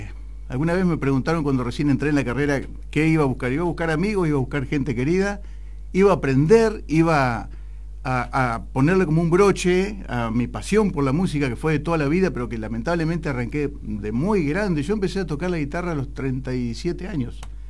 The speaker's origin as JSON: {"language": "Spanish", "town": "General Villegas", "region": "Buenos Aires Province", "country": "Argentina", "said": "mi lugar en el mundo, que es mi pueblo, General Villegas."}